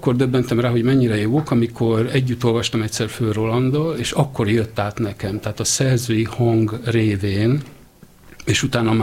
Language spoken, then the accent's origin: Hungarian; Budapest, Hungary; also born or lived in Miskolc; én budapestiként Miskolcra mentem tanulni 1990-ben, ott éltem 7 éven keresztül, és utána visszaköltöztem Budapestre.